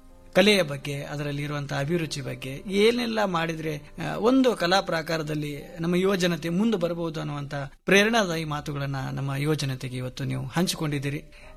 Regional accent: Kalaburagi, Karnataka, India

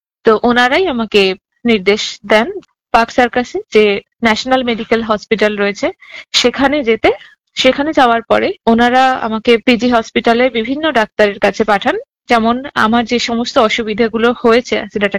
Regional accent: Medinipur, West Bengal, India; now in Kolkata, India; আমার বাড়ি যেহেতু মেদিনীপুরে

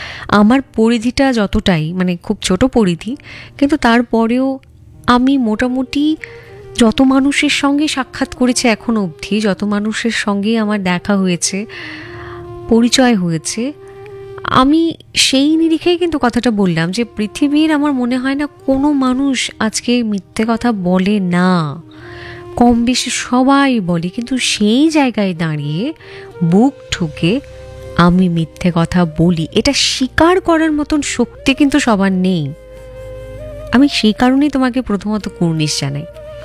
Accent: Krishnanagar, West Bengal, India; now in Kolkata, India; যেহেতু আমার বাড়ি কৃষ্ণনগরে, তাই কাছে অবস্থিত নবদ্বীপে আমি প্রায়ই ঘুরতে যাই।

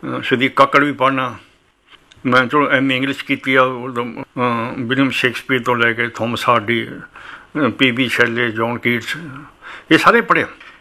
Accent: Punjab, India; moved away as an adult; also born or lived in Chandigarh; now in Jalandhar, India; ਮੈਨੂੰ ਮੇਰੀ ਜਿਹੜੇ 35 ਸਾਲ ਪਹਿਲੇ ਬੀਤੇ ਪਿੰਡ 'ਚ

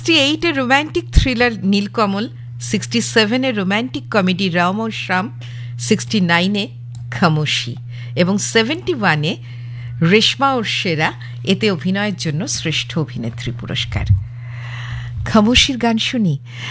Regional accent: Kolkata, West Bengal, India; আমরা কলকাতার মানুষ

